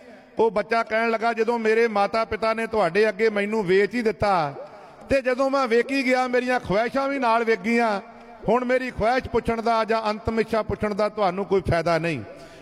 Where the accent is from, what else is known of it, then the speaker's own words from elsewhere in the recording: Amritsar, Punjab, India; ਮੇਰਾ ਇਲਾਕਾ ਹੈ ਅੰਮ੍ਰਿਤਸਰ ਅਤੇ ਅਜਨਾਲੇ ਦਾ, ਕੋਈ ਐਸਾ ਪਿੰਡ ਨਹੀਂ